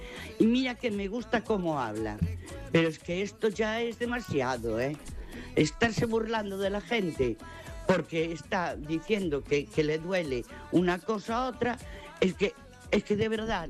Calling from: Ferrol, Galicia, Spain; de Ferrol.

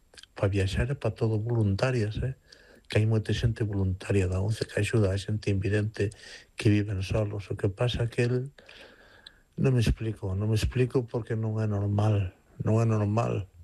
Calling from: Vigo, Galicia, Spain

